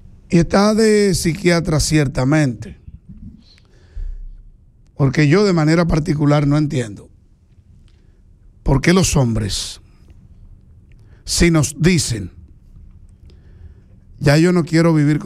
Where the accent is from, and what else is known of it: Dominican Republic